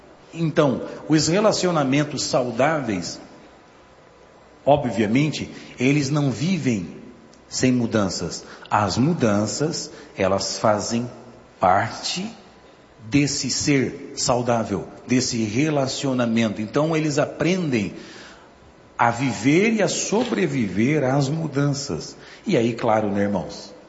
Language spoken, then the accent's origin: Portuguese; São Joaquim, Santa Catarina, Brazil; born there; now in São Paulo, Brazil